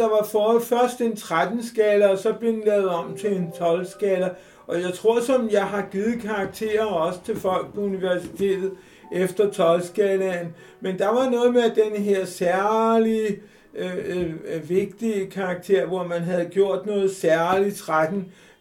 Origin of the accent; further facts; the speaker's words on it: Frederiksberg, Capital Region of Denmark, Denmark; jeg er fra Frederiksberg